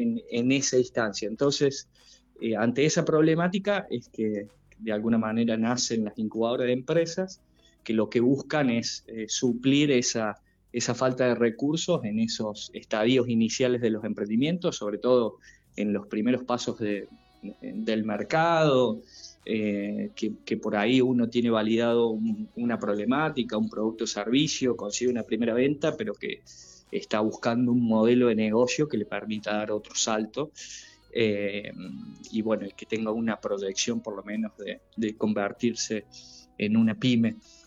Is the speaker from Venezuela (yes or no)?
no; Ordóñez, Córdoba, Argentina; vengo de la localidad de Ordóñez, ahí cerquita